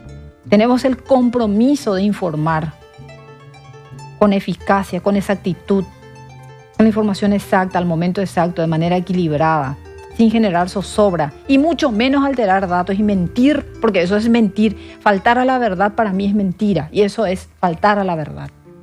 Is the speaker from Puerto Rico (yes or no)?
no; Paraguay; defendiendo un poquito también mi tierra colorada.